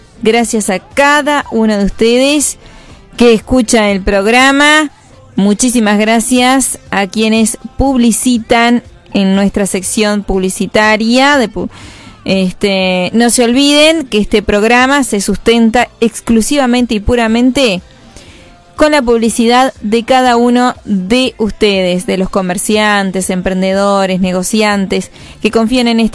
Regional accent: Vergara, Treinta y Tres, Uruguay; soy una agradecida de mi pueblo, entre comillas pueblo, porque sabemos que Vergara es una ciudad

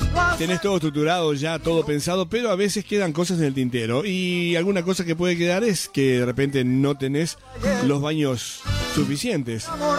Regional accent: Las Piedras, Canelones, Uruguay; now in Palma de Mallorca, Spain; Te escucho desde Palma de Mallorca. Estamos con mi familia. … Somos oriundos de Las Piedras.

